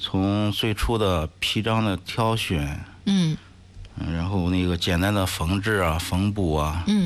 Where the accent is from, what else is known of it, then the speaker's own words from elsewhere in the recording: Daying, Hebei, China; 我本身就是咱们大营土生土长的